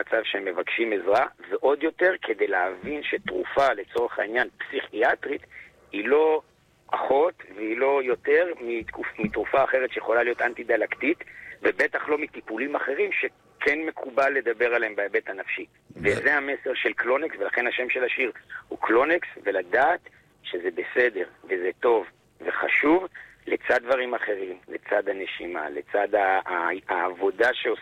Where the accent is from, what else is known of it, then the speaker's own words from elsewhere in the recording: Jerusalem, Jerusalem District, Israel; moved away as an adult; אני ברחתי מירושלים, כי ירושלים הייתה שם עד גיל 23